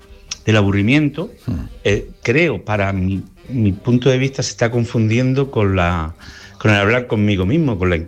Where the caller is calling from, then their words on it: Granada, Andalusia, Spain; llamo desde Granada.